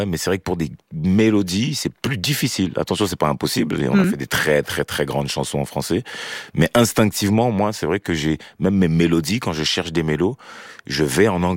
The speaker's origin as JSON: {"language": "French", "town": "Marseille", "region": "Provence-Alpes-Côte d'Azur", "country": "France", "tie": "born there"}